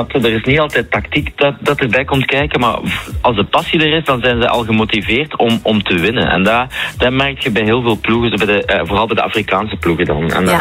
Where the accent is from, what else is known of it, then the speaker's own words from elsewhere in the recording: Belgium; Ik ben zowel Belg als Marokkaan. Ik ben zowel trots op beide landen.